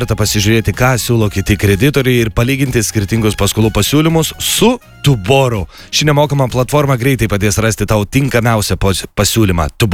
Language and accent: Lithuanian; Vilnius, Vilnius County, Lithuania; aš vilnietis